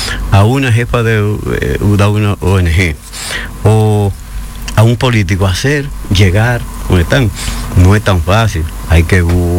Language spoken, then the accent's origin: Spanish; Dominican Republic